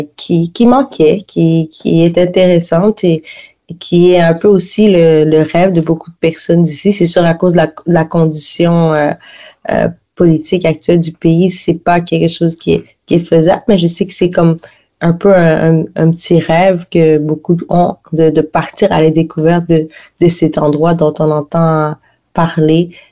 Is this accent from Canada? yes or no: yes; Quebec, Canada; born there; je suis pas née là-bas, je suis née au Québec